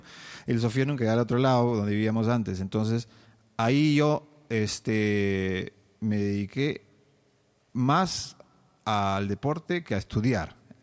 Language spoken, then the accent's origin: Spanish; Lima, Peru; Yo nací en el Hospital Rebagliati, acá en Lima. Y por mucho tiempo vivimos muy cerca al hospital, en el distrito de Lince. Y de ahí nos mudamos a La Molina, cuando recién están urbanizando toda esa zona